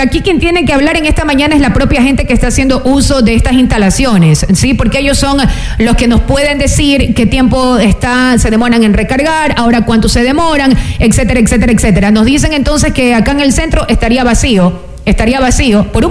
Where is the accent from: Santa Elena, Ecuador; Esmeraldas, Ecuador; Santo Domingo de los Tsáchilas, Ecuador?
Santa Elena, Ecuador; Así somos los ecuatorianos, somos los peninsulares.